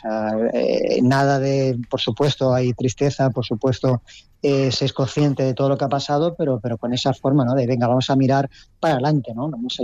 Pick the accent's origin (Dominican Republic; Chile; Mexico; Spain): Spain; Valencia, Valencian Community; Sí, claro. Y además no vivo lejos. Vivo pues al otro lado del río, pero bueno, pero mi zona siempre ha sido San Marcelino, siempre ha sido más hacia la Cruz Cubierta, toda esa parte